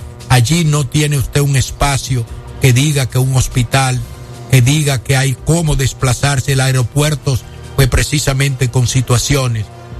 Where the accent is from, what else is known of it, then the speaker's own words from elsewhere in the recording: Dominican Republic; nosotros, como República Dominicana